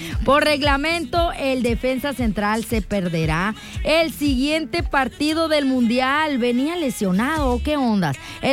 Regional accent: Mexico

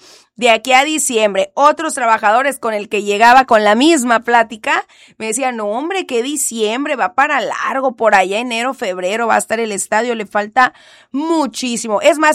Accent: Mexico; como buena mexicana batallando con el espacio

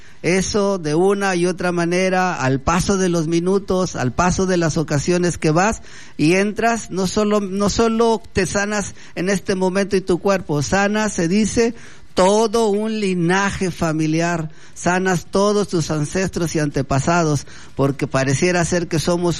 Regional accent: Mexico; somos mexicanos

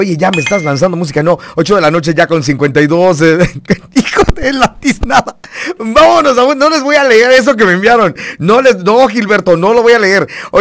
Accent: Mexico; nosotros como mexicanos tenemos, ya sabes, ¿no?, la algarabía, nuestra forma muy peculiar de hablar

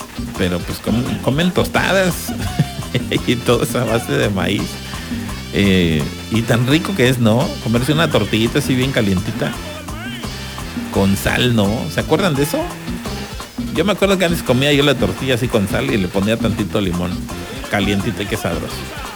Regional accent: Mexico; nuestra creencia como mexicanos.

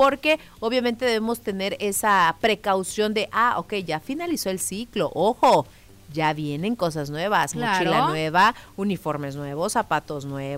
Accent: Mexico

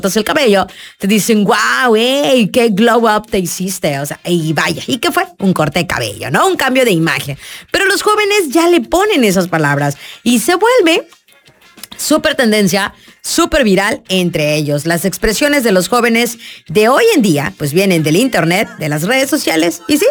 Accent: Mexico; como buenos mexicanos que somos

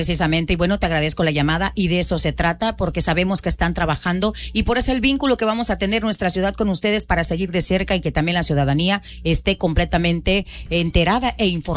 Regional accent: Mapastepec, Chiapas, Mexico; como mapanecos en alguna forma nos afecta

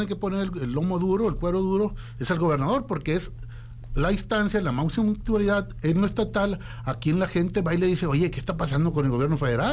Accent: Navojoa, Sonora, Mexico; born there; en el anterior, donde yo nací

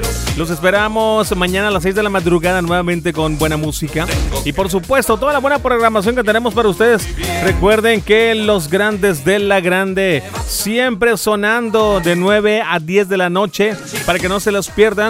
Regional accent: Mexico City, Mexico; ¿Cómo lo supo que soy chilango?

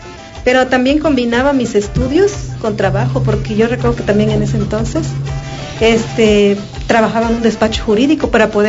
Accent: Chicomuselo, Chiapas, Mexico; yo soy originaria de Chicomucelo. Soy de pueblo de los siete jaguares. Nací allá en el año 1982.

